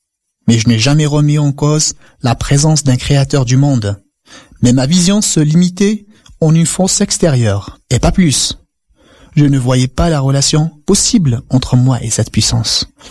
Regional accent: Kabylie, Algeria; moved away as an adult; now in France; J'ai suivi toutes mes classes élémentaires et secondaires dans ma région de naissance. Une année blanche s'en suivit, juste après, pour cause du boycott des écoles et des universités dans toute la Kabylie, pour réclamer la reconnaissance et l'enseignement du berbère en Algérie.

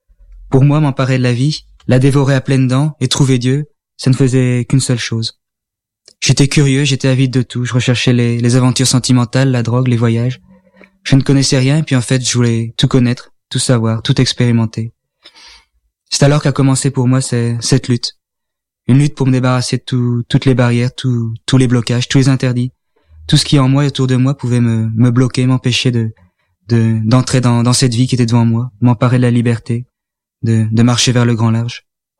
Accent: Belgium; also born or lived in Luin, France; je suis né à Luin, près de la frontière belge. J'y ai vécu environ jusqu'à l'âge de 7 ans. Puis mes parents ont déménagé en Belgique et j'ai poursuivi mes études comme pensionnaire dans différents collèges de la région.

